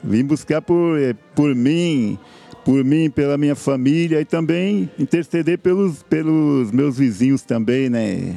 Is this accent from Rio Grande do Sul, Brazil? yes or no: no; São Paulo, Brazil; Eu sou daqui de São Paulo mesmo.